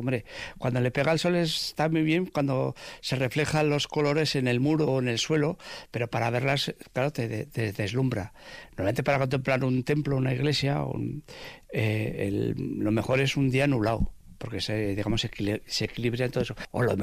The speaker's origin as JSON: {"language": "Spanish", "town": "Vitoria-Gasteiz", "region": "Basque Country", "country": "Spain", "tie": "born or raised there", "said": "yo tengo la suerte de estar aquí en el casco viejo porque yo, desde que nací, estoy viviendo en el seminario viejo, que es donde vive la familia de mi madre. Y luego, yo soy de La Pinto. He vivido siempre en la pintorería."}